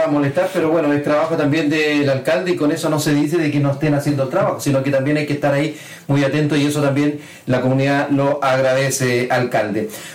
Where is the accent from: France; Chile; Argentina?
Chile; nosotros los chilenos